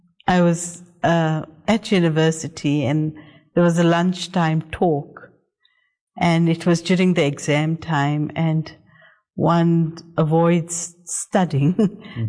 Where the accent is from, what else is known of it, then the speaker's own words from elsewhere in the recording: South Africa; born there; So I was born in South Africa, and I had a good life, came from a good home.